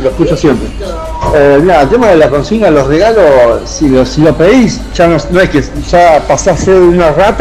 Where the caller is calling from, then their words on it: Capitán Bermúdez, Santa Fe, Argentina; de Capitán Bermúdez.